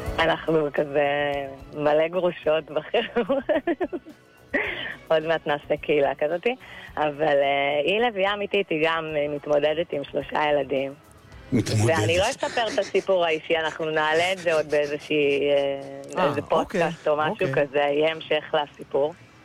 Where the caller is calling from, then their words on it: Haifa, Haifa District, Israel